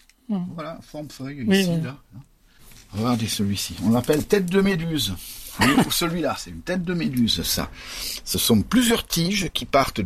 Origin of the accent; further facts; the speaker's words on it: Nouvelle-Aquitaine, France; un très bon producteur dans les Landes, chez nous, dans la Gironde.